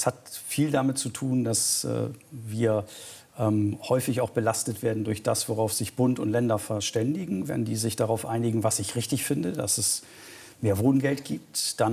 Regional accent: Bremerhaven, Bremen, Germany; Ja, erstmal ist es natürlich toll, als Oberbürgermeister in meiner Heimatstadt wirken zu können. Für Bremerhaven die Chancen, die die Stadt ja hat

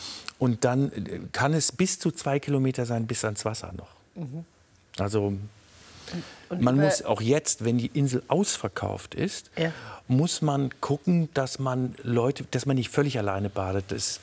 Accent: North Rhine-Westphalia, Germany; ich komme aus dem Ruhrgebiet, und ich habe damals die Umrisse der Sonne nicht gesehen und auch keinen Sternenhimmel, kannte ich nicht.

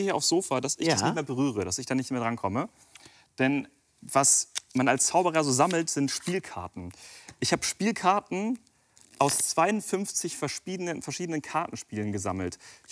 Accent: Japan; German is a second language; ihr mich hier seht und ich Englisch spreche, aus wo ich herkomme, ne? Ich bin Japaner.

